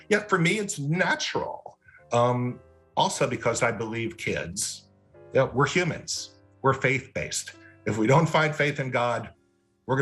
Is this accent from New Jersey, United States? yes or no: yes; Teaneck, New Jersey, United States; I grew up in Teaneck, New Jersey in the 1960s and 70s. My faith education did not come in schools. It came at home, and it came at the Teaneck Jewish Community Center, and it came at religious school